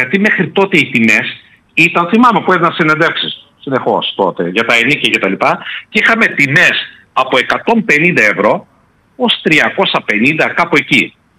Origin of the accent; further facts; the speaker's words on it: Greece; επειδή είμαστε Έλληνες